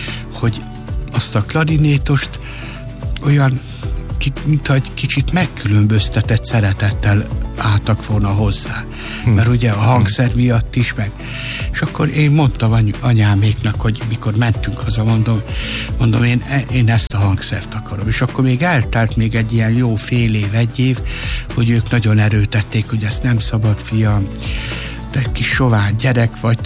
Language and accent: Hungarian; Zalaegerszeg, Zala, Hungary; also born or lived in Győr; Úgy bandikám, hogy akkor már ugye Zalaegerszegen laktunk, egyébként Győrbe születtem, de ott laktunk akkor már Zalaegerszegen, olyan 8-9 éves volt